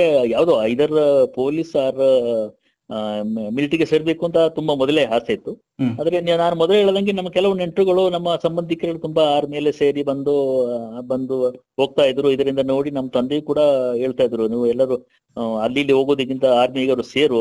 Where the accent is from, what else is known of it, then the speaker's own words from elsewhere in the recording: Kodagu, Karnataka, India; moved away as an adult; ನಾವು ನಾರ್ಮಲ್ ಇಲ್ಲಿ ಕೊಡಗಿನೋದ್ರಿಂದ